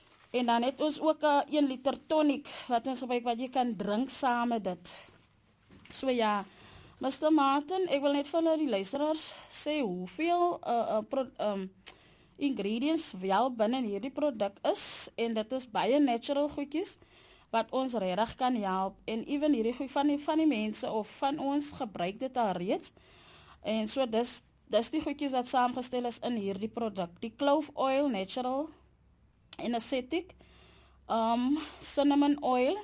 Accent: George, Western Cape, South Africa; moved away as an adult; now in Oudtshoorn, South Africa; Ek is eintlik van George, maar vir die afgelope 5 jaar, eintlik meer as 5 jaar, 7 jaar is ek in Oudtshoorn

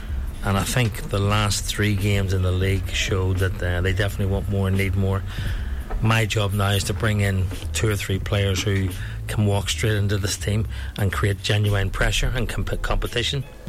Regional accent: Ireland; moved away; Okay, I'm Irish

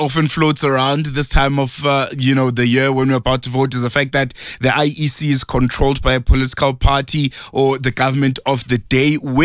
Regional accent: South Africa; I'm a South African citizen myself, and I vote.

